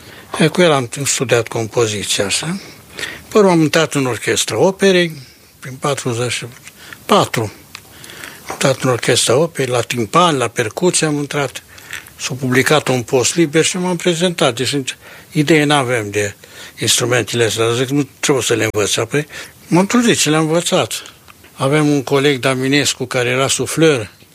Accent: Cluj, Cluj County, Romania; also born or lived in Bistrița; M-am născut în 1922 la Cluj. Fratele meu mai mari s-a născut la Năsăud. Părinții erau de acolo. Și până la 10 ani am stat la Cluj, la 10 ani ne-am mutat la Bistrița

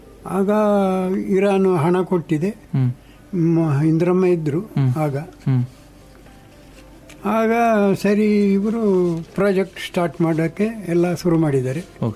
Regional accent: Chokkenahalli, Karnataka, India; moved away as an adult; also born or lived in Kudremukh, Chikmagalur district; now in Mangalore, India; ನಮ್ಮ ಊರು ಚಂದ್ರಾಪಟ್ಟಣ ತಾಲೂಕು, ಬಾಗೂರು ಹೋಬಳಿ, ನುಗ್ಗೇಹಳ್ಳಿ, ಚೊಕ್ಕೇನಹಳ್ಳಿ ಅಂತ, ಚೊಕ್ಕೇನಹಳ್ಳಿ, ಹಾಸನ್ ಡಿಸ್ಟ್ರಿಕ್ಟ್

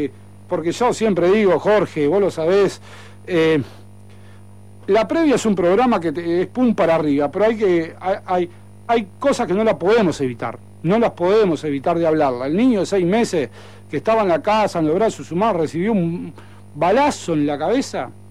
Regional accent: Uruguay; es mi sociedad, es mi gente, somos los uruguayos.

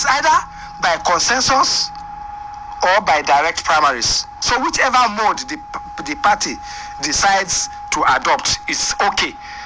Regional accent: Kaiama, Kwara, Nigeria; I am from Kayama.

